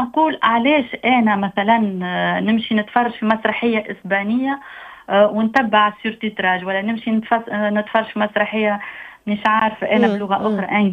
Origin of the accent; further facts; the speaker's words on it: Tunisia; accent: Tunisian; now in France; انا راني نتكلم بالتونسي